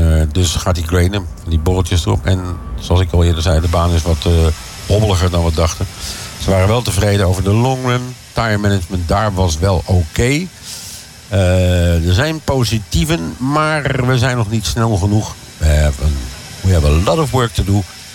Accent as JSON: {"language": "Dutch", "country": "Netherlands"}